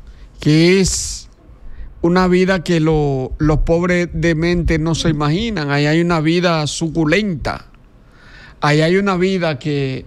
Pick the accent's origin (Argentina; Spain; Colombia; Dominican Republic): Dominican Republic; en buen llano y en buen dominicano.